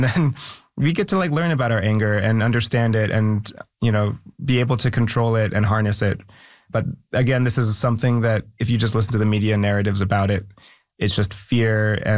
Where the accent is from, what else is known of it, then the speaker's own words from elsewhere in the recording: Philippines; Being Filipino, you're not quite grouped in with the other like East Asian diasporic peoples as being like very smart.